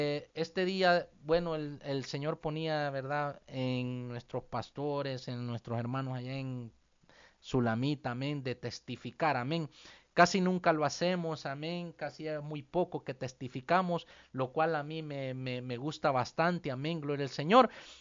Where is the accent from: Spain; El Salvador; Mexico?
El Salvador; moved away as an adult; nosotros crecimos, amén, en un país, amén, nosotros vivíamos en El Salvador, amén, nosotros somos salvadoreños, amén, pero vivíamos en un país, amén, como ya muchos conocen, con mucha delincuencia, amén, un país muy peligroso